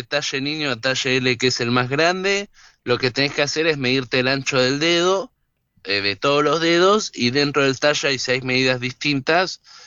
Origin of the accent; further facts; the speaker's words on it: Mar del Plata, Buenos Aires Province, Argentina; Justo somos de Mar del Plata